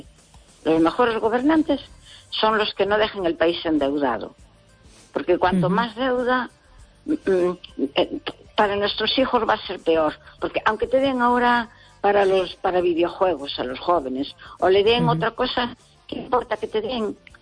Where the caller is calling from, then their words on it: Pontevedra, Galicia, Spain; de Pontevedra.